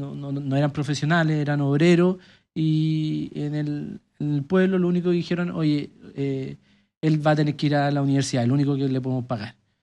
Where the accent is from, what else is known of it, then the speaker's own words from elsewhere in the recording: Colbún, Maule, Chile; Yo soy de Colbún, mis papás también de Talca, fueron a la UTAL.